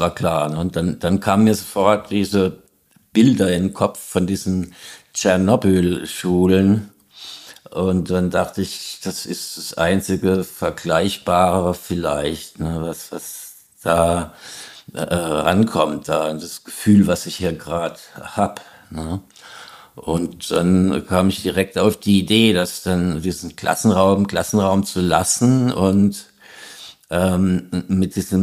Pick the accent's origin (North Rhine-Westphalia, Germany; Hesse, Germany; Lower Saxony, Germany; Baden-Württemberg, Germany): Hesse, Germany; Naja, bei uns gab's halt dieses Kernkraftwerk Biblis in der Nähe, wo ich aufgewachsen bin, und da waren wir halt immer demonstrieren dagegen, ne?